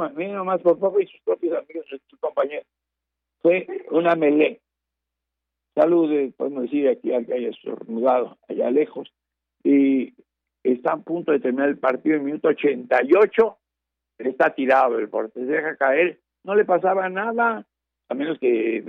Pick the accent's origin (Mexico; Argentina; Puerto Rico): Mexico; como mexicanos nos puede, yo lo soy, me puede mucho observar el ridículo, la pena, la desgracia del fútbol mexicano